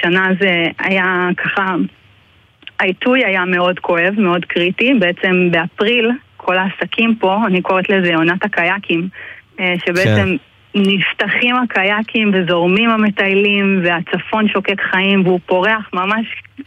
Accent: Kiryat Shmona, Northern District, Israel; born there; אני ילידת קריית שמונה, אז אני רגילה למתח בלי כיפת ברזל

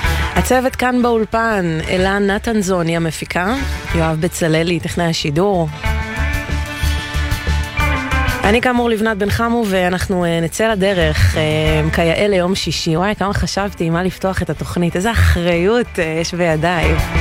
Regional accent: Ashdod, Southern District, Israel; אצלנו באשדוד

